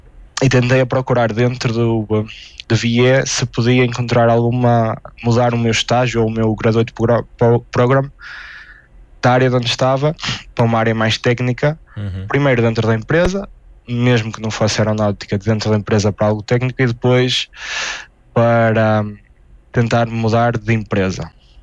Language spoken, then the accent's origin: Portuguese; Ponte de Lima, Norte, Portugal; also born or lived in Germany; now in Évora, Portugal; depois de 8 meses na Alemanha e voltar para Évora, para Portugal. Eu sou de Ponte Lima, mas voltei para Portugal, neste caso em Évora